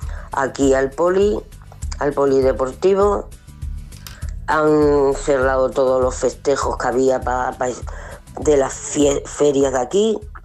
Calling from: Escalona, Castilla-La Mancha, Spain; Soy … de Escalona.

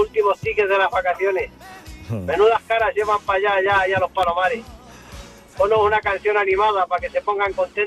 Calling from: Torrecilla de la Jara, Castilla-La Mancha, Spain; somos de un pueblo de Toledo, Torrecilla de la Jara y Santana de Pusa, y venimos de Soria de trabajar ahora mismo

